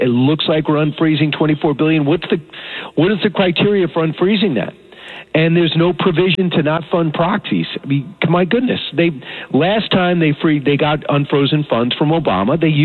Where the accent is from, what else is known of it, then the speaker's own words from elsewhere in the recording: Long Island, New York, United States; I grew up here in Long Island, and, I work in the city now for about 30 years.